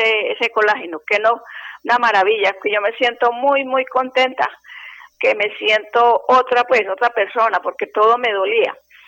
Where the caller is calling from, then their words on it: Itagüí, Antioquia, Colombia; Yo vivo en Itagüí, aquí en Antioquia.